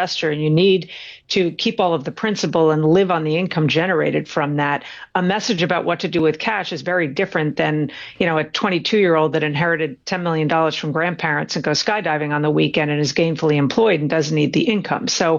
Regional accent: Norway; moved away; I went to my home country, Tom. I went to Norway.

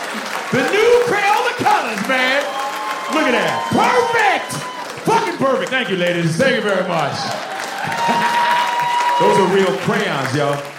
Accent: Nigeria; now in New York, United States; Yeah, Nigerian. Where are you from? Where are you from? Where are you from? That means shit in Nigeria. You're Americanized. I'm like, yeah.

